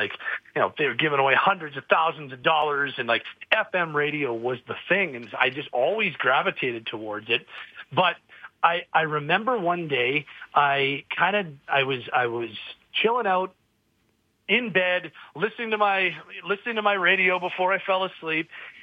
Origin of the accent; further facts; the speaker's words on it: Calgary, Alberta, Canada; I'm born and raised in Calgary.